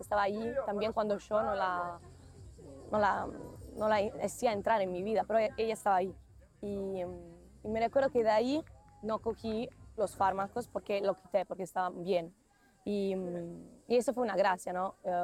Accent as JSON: {"language": "Spanish", "country": "Italy", "second_language": "Spanish"}